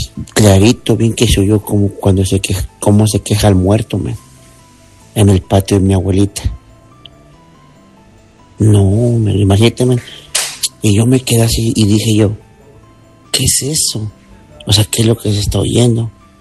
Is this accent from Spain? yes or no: no; Apizaco, Tlaxcala, Mexico; now in Arkansas, United States; Tenía yo 9 años, ya en Apizaco. Yo soy originario de Apizaco, Cerrito de Guadalupe. Entonces tenía 9 años y en ese tiempo vivíamos con mi abuelita.